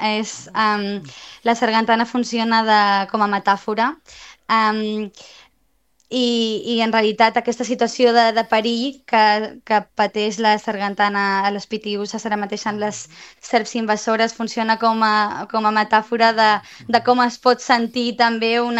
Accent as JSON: {"language": "Catalan", "town": "Ibiza", "region": "Balearic Islands", "country": "Spain", "said": "com a eivissenca i creació dins de l'illa d'Eivissa, com heu mencionat, que a vegades no sempre és fàcil"}